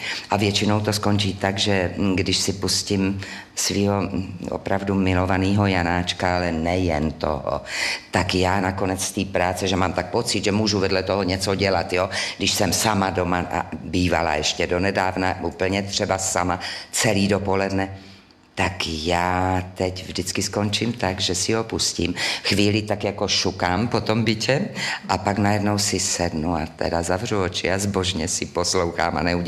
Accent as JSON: {"language": "Czech", "region": "Zlín Region", "country": "Czechia", "tie": "born or raised there", "moved": "yes", "said": "já jsem venkovský děvče. Já pocházím opravdu z Valašských Pasek"}